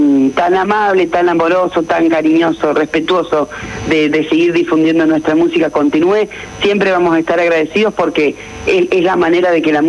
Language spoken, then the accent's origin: Spanish; Santa Fe, Argentina; Hemos ido a Santo Tomé, a mi pueblo, a Helvecia.